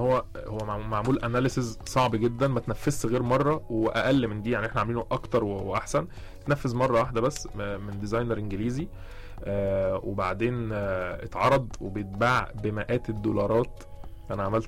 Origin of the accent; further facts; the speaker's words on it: Egypt; احنا كمهندسين مصريين